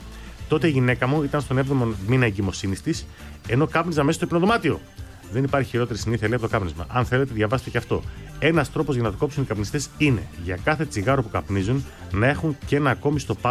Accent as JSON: {"language": "Greek", "town": "Chimadio", "region": "Epirus", "country": "Greece", "lives_now": "Chalkida, Greece", "said": "Την καλημέρα μου από Χαλκίδα, τα φιλιά μου στο χωριό μου, το Χυμαδίο Πρεβέζης."}